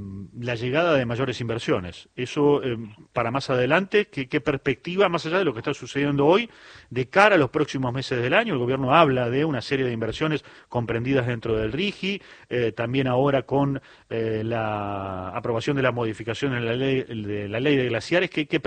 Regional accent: Argentina; nos impacta a nosotros como argentinos.

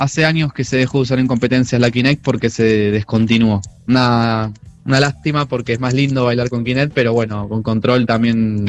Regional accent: Buenos Aires Province, Argentina; soy de zona oeste, yo, Buenos Aires.

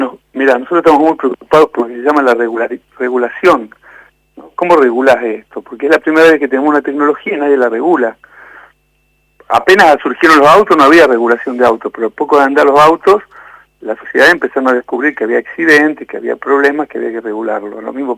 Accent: Argentina; nosotros, como Argentina sola, no tenemos capacidad de negociación.

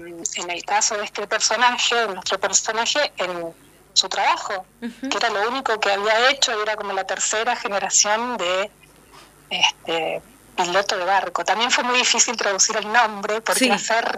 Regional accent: Buenos Aires Province, Argentina; moved away as an adult; also born or lived in Sweden; now in Córdoba, Argentina; Yo llegué a Córdoba, soy de provincia de Buenos Aires, mi padre era noruego, mi madre argentina. Me vine a estudiar a Córdoba

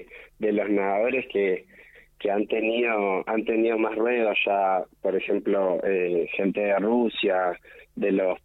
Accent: Argentina; Bueno, como argentino tiene especial el como estar en casa, ¿no?

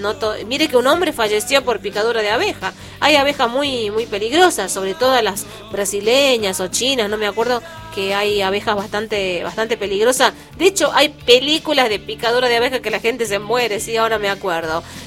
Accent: Argentina; Nosotros, como los argentinos

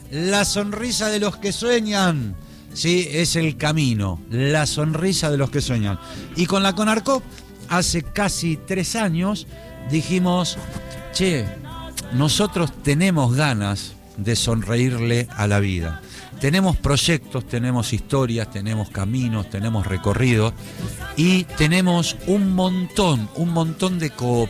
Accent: Buenos Aires, Argentina; con mis 59 años, soy egresado de la Escuela Nacional de Comercio número 3 Hipólito Vieites de Caballito.

